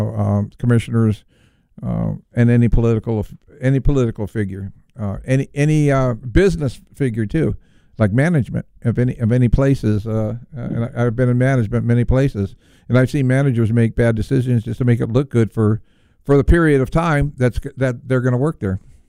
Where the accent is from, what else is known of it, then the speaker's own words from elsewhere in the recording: California, United States; born there; my home state. I love California